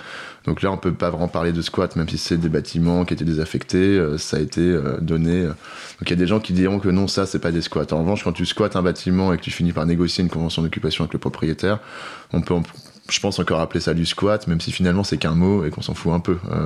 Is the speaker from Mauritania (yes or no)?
no; France; now in Paris, France; On est français, on est blanc